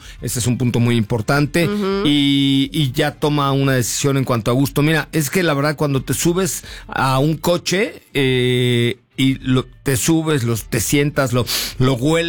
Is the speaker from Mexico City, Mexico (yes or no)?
yes; Mexico City, Mexico; born there; italiano sí porque nací en la colonia Roma y soy inglés porque nací en la clínica Londres.